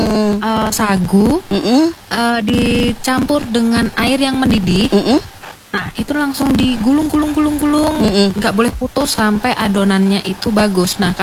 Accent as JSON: {"language": "Indonesian", "region": "Central Java", "country": "Indonesia", "moved": "yes", "lives_now": "Manokwari, Indonesia", "said": "Saya malah dari Jawa Tengah."}